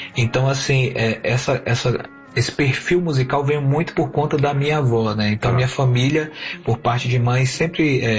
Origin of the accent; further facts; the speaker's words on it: Vitória da Conquista, Bahia, Brazil; also born or lived in Itabuna; Eu nasci numa cidade da Bahia chamada Itabuna.